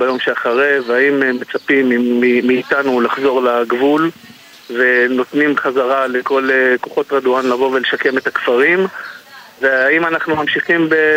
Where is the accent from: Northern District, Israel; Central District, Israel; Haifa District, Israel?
Northern District, Israel; Kiryat Shmona; also born or lived in Herzliya, Israel; אני גדלתי ונולדתי וגדלתי בקריית שמונה, יצאתי החוצה, גרתי 10 שנים בהרצליה במרכז, למדתי, התפתחתי